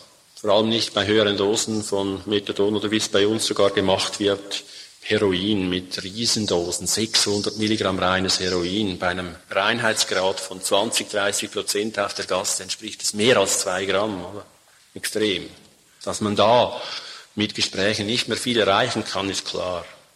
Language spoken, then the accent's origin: German; Switzerland; Bei uns in der Schweiz darf man nur nach Alkoholisierung kontrollieren